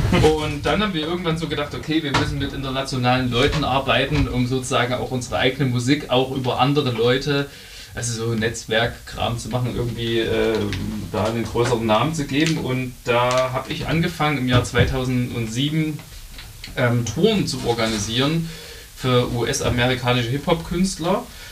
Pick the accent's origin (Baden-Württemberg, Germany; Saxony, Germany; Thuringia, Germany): Saxony, Germany; Plauen; moved away; Ich komme ursprünglich aus Plauen. Das ist im Vogtland